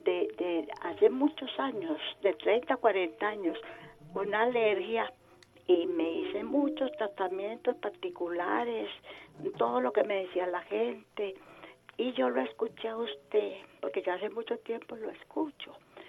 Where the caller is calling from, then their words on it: Caldas, Antioquia, Colombia; la llamo de Caldas, Antioquia.